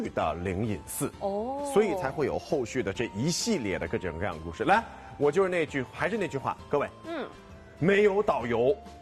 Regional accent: Zhejiang, China; 作为浙江人

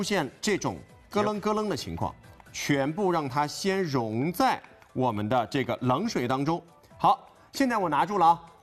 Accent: Hangzhou, Zhejiang, China; 我作为一个杭州人，我都没有看到过这么便宜

